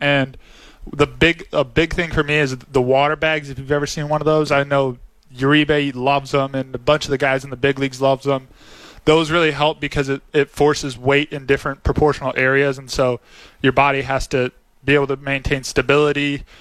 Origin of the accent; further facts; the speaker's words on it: Michigan, United States; I'm from Michigan, so I'm not far from here at all